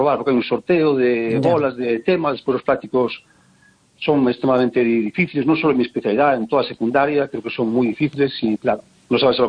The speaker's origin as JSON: {"language": "Spanish", "town": "Lugo", "region": "Galicia", "country": "Spain", "tie": "born there", "said": "Sí, yo nací en Lugo, sí."}